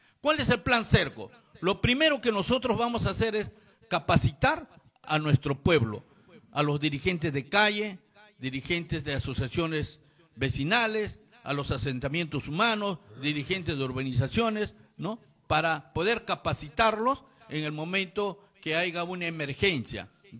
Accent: Peru; todos los peruanos

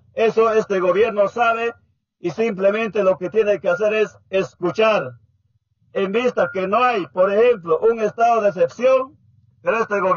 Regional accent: Bolivia; Nosotros, como bolivianos

